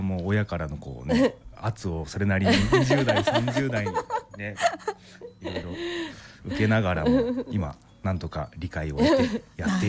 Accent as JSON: {"language": "Japanese", "region": "Ibaraki", "country": "Japan", "tie": "born there", "said": "私は茨城県で生まれました。"}